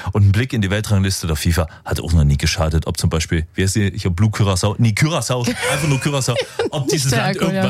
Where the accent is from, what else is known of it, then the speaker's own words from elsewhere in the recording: Germany; das tippen wir als Deutsche immer viel zu hoch